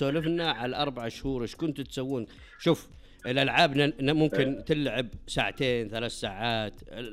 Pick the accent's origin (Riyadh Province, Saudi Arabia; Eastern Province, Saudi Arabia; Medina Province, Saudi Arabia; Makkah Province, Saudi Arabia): Makkah Province, Saudi Arabia; Taif; انا من الطائف